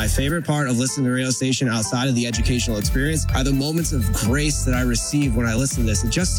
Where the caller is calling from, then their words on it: Buffalo, New York, United States; I'm from Buffalo.